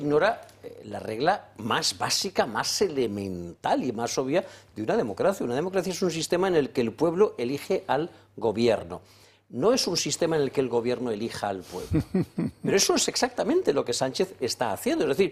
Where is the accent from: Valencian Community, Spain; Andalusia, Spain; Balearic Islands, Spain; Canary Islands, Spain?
Valencian Community, Spain; Valencia; born there; A ver, yo soy valenciano, yo nací en Valencia, soy valenciano, vivo en Valencia, mis propiedades están en Valencia, yo voto en Valencia.